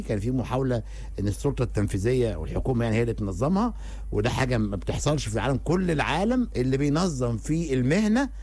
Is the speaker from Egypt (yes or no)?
yes; Egypt; احنا عندنا في مصر حاجه اسمها المهندسين اللي بيشتغلوا باليوميه،